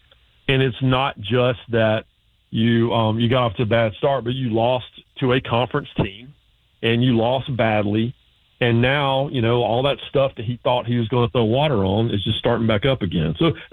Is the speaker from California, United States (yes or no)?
no; Raleigh, North Carolina, United States; That's how I grew up in Raleigh, and that hadn't changed a whole lot.